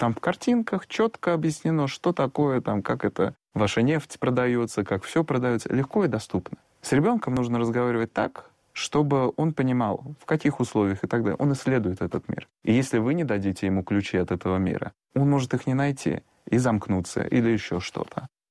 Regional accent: Russia; born there; я родился в РФССР, то есть 90-е годы, я помню это все

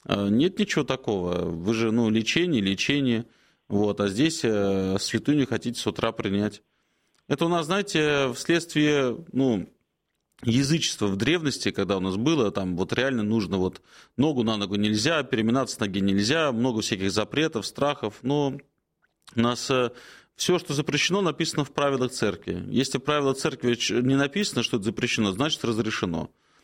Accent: Moscow, Russia; Мы вообще москвичи, всех любим, россиян.

